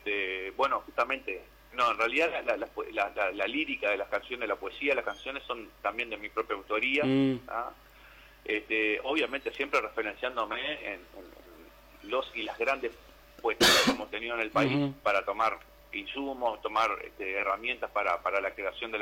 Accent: Tacuarembó, Uruguay; moved away; me tiene como un vínculo con mi tierra natal, con Tacuarembó.

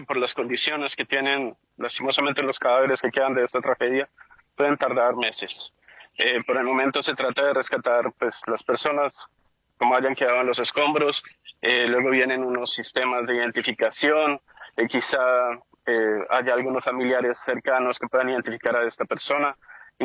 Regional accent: Colombia; Pues en Colombia pareciera que este tipo de tragedias nos pasan la factura de años de abandono

